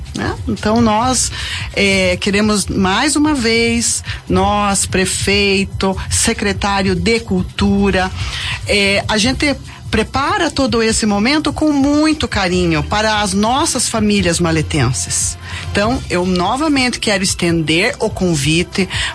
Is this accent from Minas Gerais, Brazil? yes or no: no; Mallet, Paraná, Brazil; Nós somos brasileiros, nós somos maletenses, nós temos que honrar as nossas raízes